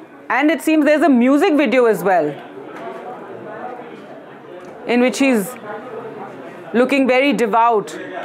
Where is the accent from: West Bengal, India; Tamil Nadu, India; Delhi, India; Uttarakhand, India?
Uttarakhand, India; We're from Uttarakhand.